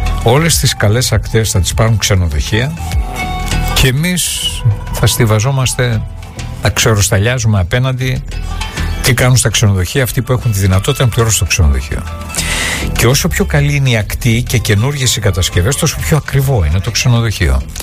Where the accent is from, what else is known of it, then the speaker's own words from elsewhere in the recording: Central Macedonia, Greece; Εμείς στη Χαλκιδική, σε όλη τη Βόρεια Ελλάδα, στη Χαλκιδική, στη Θάσο, δεν είμαστε τουρίστες, είμαστε γηγενείς.